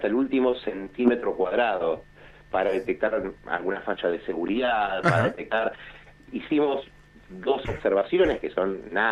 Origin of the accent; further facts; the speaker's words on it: Bernal, Buenos Aires Province, Argentina; yo soy nacido y criado en el Triángulo de Bernal.